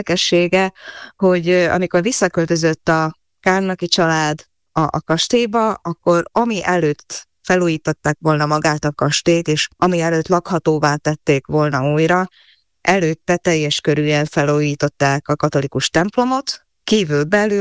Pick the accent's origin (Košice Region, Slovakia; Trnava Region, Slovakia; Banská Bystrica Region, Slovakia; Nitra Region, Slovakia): Trnava Region, Slovakia; Čičov; Én egész gyermekkoromat Csicson töltöttem, csicsói származású vagyok